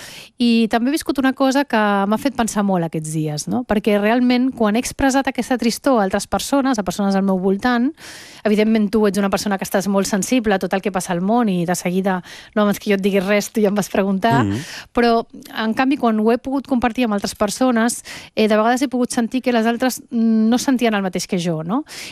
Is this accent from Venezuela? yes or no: yes; Venezuela; accent: Venezuelan; now in Barcelona, Spain; jo quan vaig arribar de Venezuela, vaig venir directe de Venezuela aquí a Barcelona, parlava un català amb accent venezolà